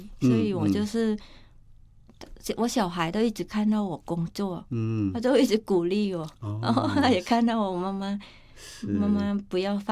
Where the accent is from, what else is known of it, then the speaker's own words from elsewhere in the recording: Thailand; now in Taipei, Taiwan; 在泰国那时候也是因为我家没有那么多钱，所以我从小就比较辛苦